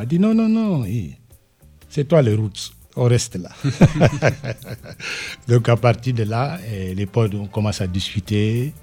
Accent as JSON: {"language": "French", "country": "Senegal", "said": "je suis sénégalais"}